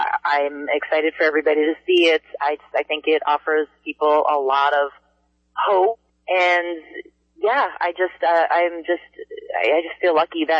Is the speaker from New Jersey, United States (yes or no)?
yes; Hoboken, New Jersey, United States; born there; moved away; also born or lived in North Bergen, New Jersey / Florida; Yeah, I was born in Hoboken. I lived in North Bergen, and then we moved down to Florida.